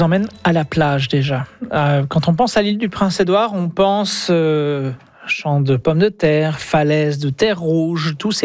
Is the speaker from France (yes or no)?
yes; France; Voilà, je dis ça en tant que français, bien sûr.